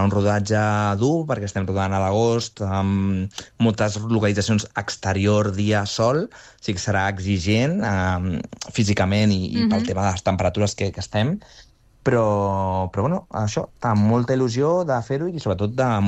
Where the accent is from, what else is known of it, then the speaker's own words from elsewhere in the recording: Castellazuelo, Aragon, Spain; I dic, ostres, és que no he rodat mai al meu poble, Castellazuelo, i em feia moltíssima il·lusió.